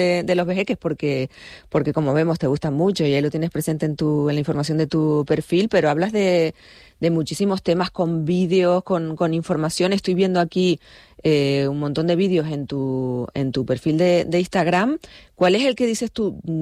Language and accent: Spanish; La Palma, Canary Islands, Spain; yo que soy de La Palma